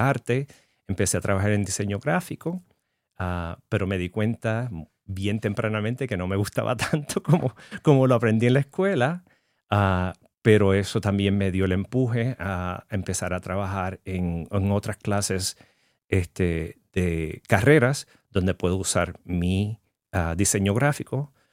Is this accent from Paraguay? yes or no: no; Puerto Rico; now in Los Angeles, United States; Soy un artista puertorriqueño que está trabajando aquí en Reno